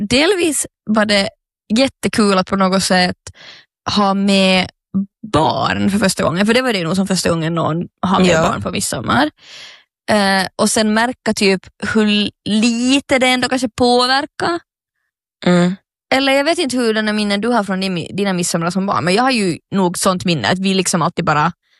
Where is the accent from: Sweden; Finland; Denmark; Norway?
Finland; jag är redan liksom finlandssvensk på väg till Åland från Helsingfors.